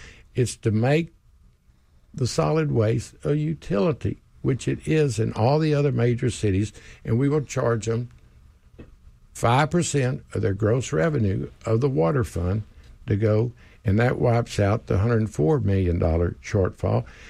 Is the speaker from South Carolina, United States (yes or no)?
no; Houston, Texas, United States; So we were getting things done, but I grew up in Houston.